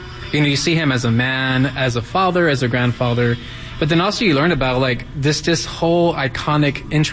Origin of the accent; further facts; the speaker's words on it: San Antonio, Texas, United States; I'm from San Antonio, born and raised